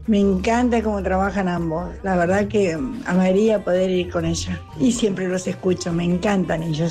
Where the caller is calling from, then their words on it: Bernal, Buenos Aires Province, Argentina; de Bernal.